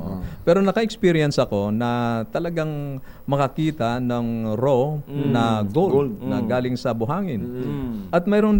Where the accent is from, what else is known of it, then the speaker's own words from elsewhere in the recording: Quezon, Calabarzon, Philippines; Doon sa amin sa Quezon, Barda